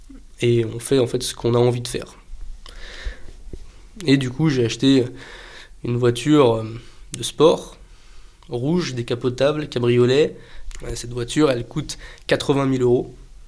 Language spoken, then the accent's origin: French; France; moved away as an adult; now in Gibraltar; parce que je suis français, c'est normal. Mais voilà, maintenant je pense que je suis prêt à... Maintenant que je suis résident à Gibraltar